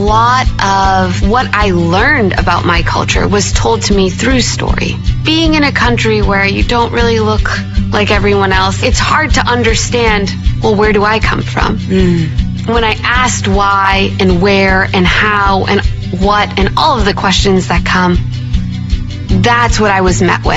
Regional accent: Burlington, Massachusetts, United States; I'm from Burlington, Massachusetts.

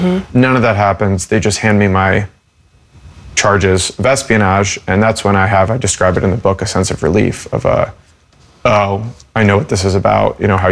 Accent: United States; And I'm an American journalist, and so I'm thinking, why did we do this?

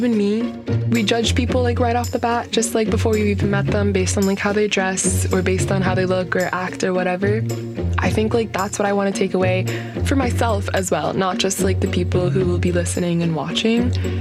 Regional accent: Atlanta, Georgia, United States; also born or lived in Fairfax, Virginia; now in Boston, United States; I'm a junior at Boston University. I'm studying political science from Fairfax, Virginia, but I'm originally from Atlanta, Georgia.

